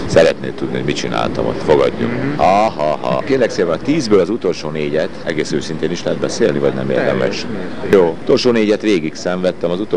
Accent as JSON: {"language": "Hungarian", "town": "Kömlő", "region": "Heves", "country": "Hungary", "tie": "born or raised there", "also_born_or_lived": "Eger", "said": "Kömlőn születtem Heves megyében, és Egerben a Dobó gimnáziumban jártam iskolába."}